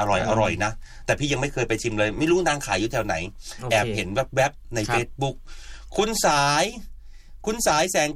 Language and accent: Thai; Bangkok, Thailand; พี่เป็นคนภาคกลางพี่เป็นคนกรุงเทพ